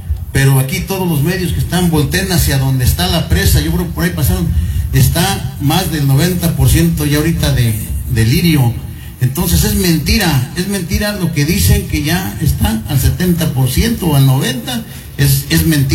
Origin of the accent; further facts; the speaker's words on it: Loma de Tepetitlán, Hidalgo, Mexico; Por parte de mi pueblo de La Loma, que vengo yo representando